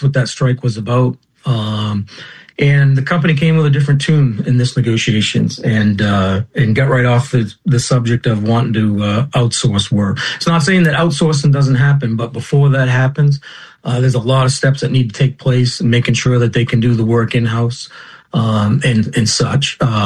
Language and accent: English; Bath, Maine, United States